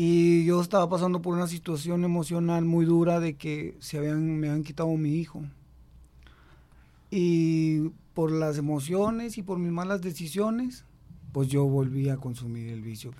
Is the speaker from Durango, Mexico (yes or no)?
yes; Guadalupe Victoria, Durango, Mexico; de Guadalupe Victoria, Durango, de los Llanos.